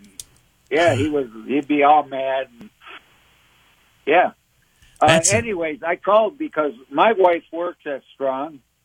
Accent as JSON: {"language": "English", "town": "Hornell", "region": "New York", "country": "United States", "tie": "born or raised there", "said": "I grew up in Hornell."}